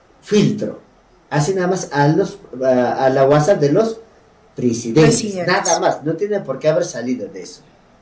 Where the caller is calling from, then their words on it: Challhuahuacho, Apurímac, Peru; nuestro distrito de chalhuacho